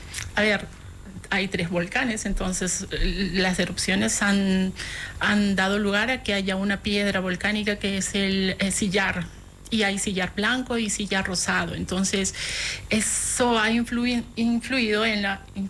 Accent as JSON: {"language": "Spanish", "region": "Arequipa", "country": "Peru", "tie": "born or raised there", "said": "Uy, mi ciudad de origen es Arequipa, que queda en el sur. Yo vengo de esa ciudad, no es la capital, pero es la ciudad, la segunda ciudad importante en el Perú"}